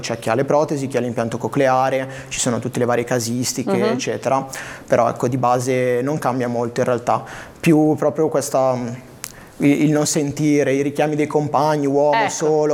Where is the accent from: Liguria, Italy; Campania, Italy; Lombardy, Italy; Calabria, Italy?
Lombardy, Italy; Lodi; perché sono di Lodi